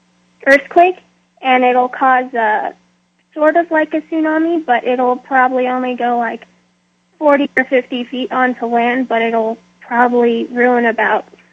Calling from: South Lake Tahoe, California, United States; I'm in South Lake Tahoe.

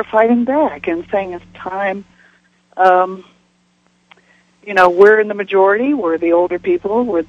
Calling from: San Antonio, Texas, United States; I'm calling from San Antonio.

